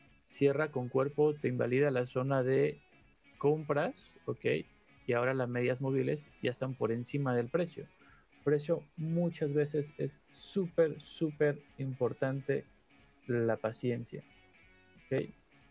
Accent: Saltillo, Coahuila, Mexico; De México, bro. También soy de México. Saltillo.

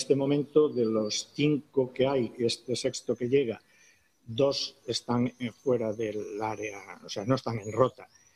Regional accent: Spain; antes soy militar, pero soy español y tengo que prever primero los intereses de España

